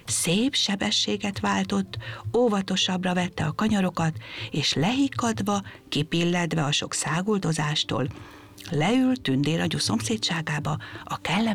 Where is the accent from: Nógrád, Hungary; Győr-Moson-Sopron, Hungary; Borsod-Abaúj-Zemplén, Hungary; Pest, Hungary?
Győr-Moson-Sopron, Hungary; Kapuvár; és Kapuvárból jöttem.